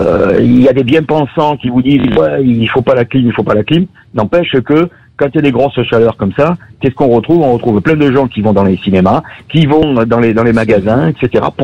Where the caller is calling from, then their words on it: Oloron-Sainte-Marie, Nouvelle-Aquitaine, France; J'habite à Oloron-Sainte-Marie, dans le Béarn.